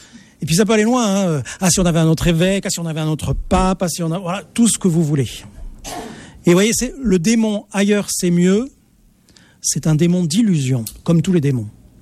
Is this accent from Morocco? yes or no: no; Marseille, Provence-Alpes-Côte d'Azur, France; Je suis de Marseille, alors c'est mes références.